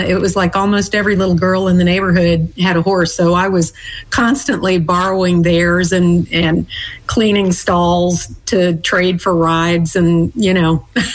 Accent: Bowling Green, Kentucky, United States; I grew up in Bowling Green, Kentucky

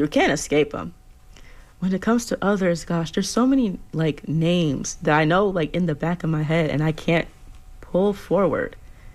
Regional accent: Florida, United States; I grew up here in Florida.

